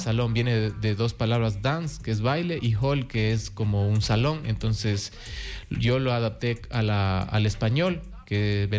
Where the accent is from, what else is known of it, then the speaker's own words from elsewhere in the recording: Latacunga, Cotopaxi, Ecuador; yo soy de aquí de Latacunga, específicamente del barrio Rumipamba.